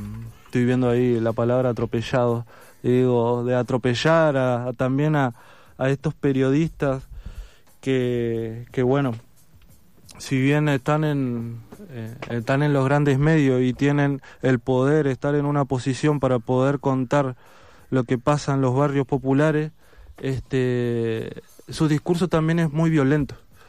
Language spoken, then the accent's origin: Spanish; Quilmes, Buenos Aires Province, Argentina; also born or lived in La Boca, Buenos Aires; yo vivía toda la vida, yo tengo 35 años y viví toda mi vida en Villa Itatí. Yo nací en el barrio La Boca, pero nada, me crié en Villa Itatí, hasta el día de hoy vivo en Villa Itatí.